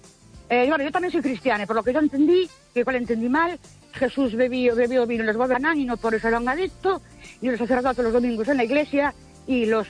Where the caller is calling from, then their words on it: Ourense, Galicia, Spain; de Orense otra vez.